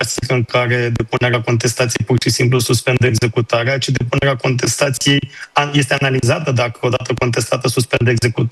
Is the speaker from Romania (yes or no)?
yes; Romania; Și eu sunt român și eu merg cu trenul